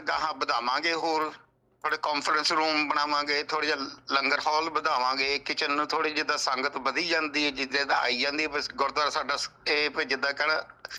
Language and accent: Punjabi; Woolgoolga, New South Wales, Australia; born there; Punjabi is a second language; also born or lived in India; ਮੈਂ ਇੱਥੋਂ ਸਟਾਰਟ, ਪਹਿਲੀ ਕੱਚੀ 'ਚੋਂ ਇੱਥੋਂ ਸਟਾਰਟ ਹੋਇਆ 5 ਸਾਲਾਂ ਦਾ ਸਕੂਲ।